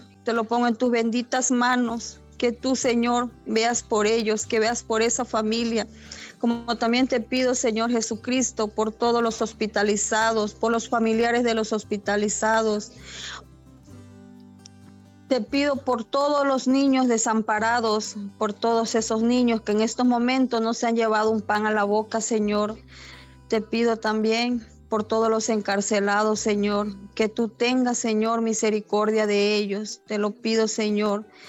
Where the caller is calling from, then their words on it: Chiapas, Mexico; De Chiapas.